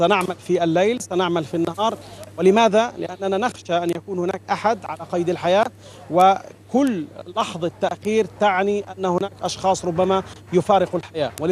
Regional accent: Palestine

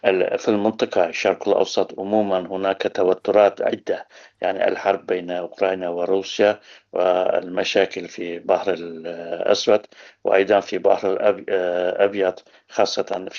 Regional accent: Turkey

